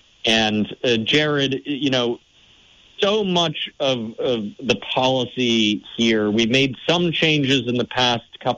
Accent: New Hampshire, United States; I see our neighbors in New Hampshire, my home state, that is ranked number six.

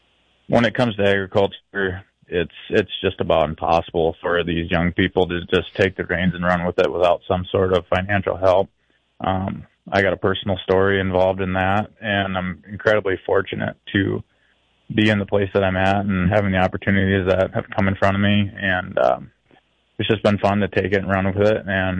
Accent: Valley Springs, South Dakota, United States; I am from Valley Springs, South Dakota.

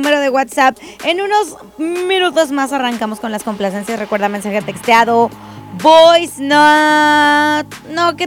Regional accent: Monterrey, Nuevo León, Mexico; orgullosos, sí, de ser mexicanos. Pero algo tenemos aquí en Monterrey que nos apasiona todavía más decir que somos regios.

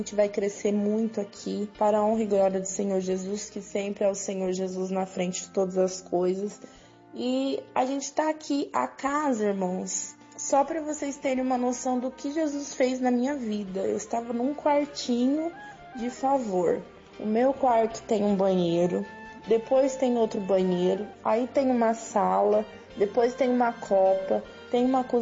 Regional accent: São João da Boa Vista, São Paulo, Brazil; Sou daqui de São João da Boa Vista.

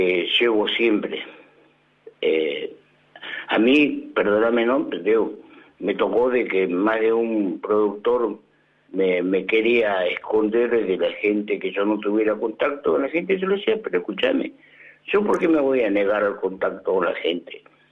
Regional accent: General Güemes, Salta, Argentina; yo soy nativo de Salta, de General Güemes.

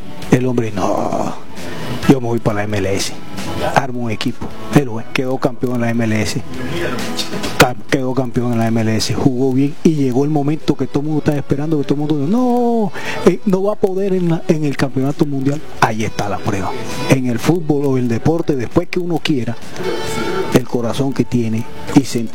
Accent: Colombia; Sí, claro, soy suramericano. Primero voy por Colombia. Primero voy por Colombia siempre.

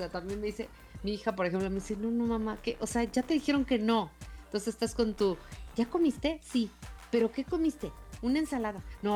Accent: Mexico; Así somos los mexicanos, un poquito extraños, pero muy cariñosos.

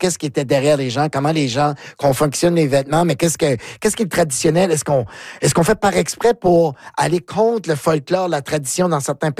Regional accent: New Brunswick, Canada; Mais moi, je viens du Nouveau-Brunswick

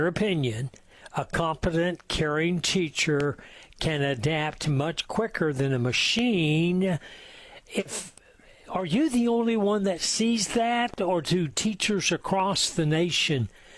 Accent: Oklahoma, United States; I'm from Oklahoma

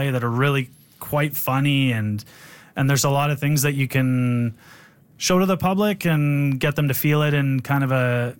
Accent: Edmonton, Alberta, Canada; I grew up in Mill Woods too.

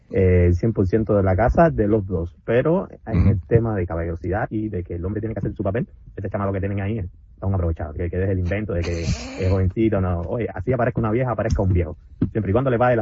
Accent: Cuba; Yo tengo 31 años, soy de Cuba.

